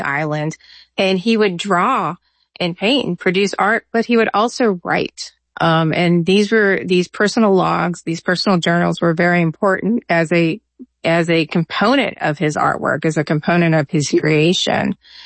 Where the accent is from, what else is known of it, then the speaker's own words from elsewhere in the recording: Georgia, United States; now in Louisiana, United States; I'm from the East Coast South. I'm from Georgia. And when I moved here